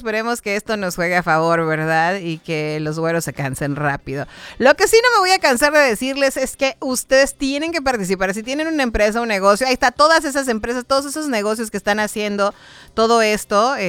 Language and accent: Spanish; Yucatán, Mexico; Somos mágicos los mexicanos y los yucatecos.